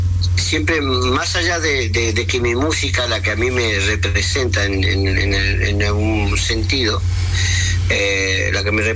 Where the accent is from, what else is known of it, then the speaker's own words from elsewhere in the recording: Rosario, Santa Fe, Argentina; also born or lived in Nogoyá, Entre Ríos, Argentina; now in Andalusia, Spain; yo, donde yo me crié, yo nací en Entre Ríos, en Nogoyá, donde yo me crié en Villa Diego, en Rosario, se quita de Rosario.